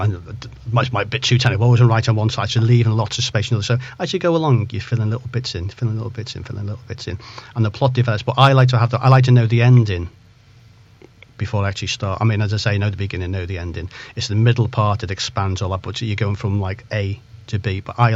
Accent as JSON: {"language": "English", "town": "Chester", "region": "North West England", "country": "United Kingdom", "also_born_or_lived": "Barrow-in-Furness / Ulverston", "lives_now": "Liverpool, United Kingdom", "said": "I'm actually from Chester. I've lived in Liverpool for quite a few years"}